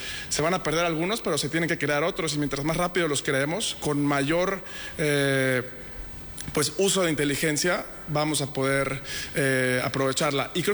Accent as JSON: {"language": "Spanish", "country": "Mexico"}